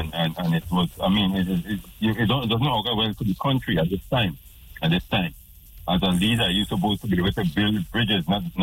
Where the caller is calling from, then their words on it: Trinidad & Tobago; But I'm Trinidadian.